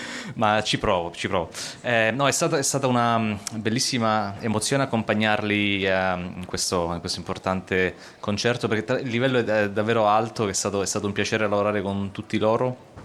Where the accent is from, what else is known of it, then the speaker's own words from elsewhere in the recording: Sicily, Italy; now in Weimar, Germany; 3 settimane in Sicilia, sono siciliano, vado un po' a casa anche perché da un anno a questa parte lavoro, vivo in Germania, a Weimar